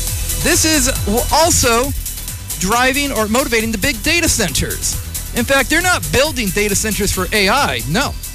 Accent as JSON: {"language": "English", "town": "Vallejo", "region": "California", "country": "United States", "said": "A unique identity as a Californian, Bay Area, and Vallejoan"}